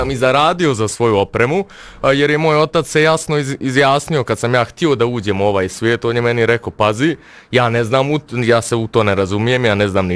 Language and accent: Croatian; Slavonski Brod, Brod-Posavina County, Croatia; moved away as an adult; now in Nuremberg, Germany; inače sam iz Slavonskog Broda, kao što ste najavili, došao sam iz Njemačke, iz grada Nürnberga, gdje živim.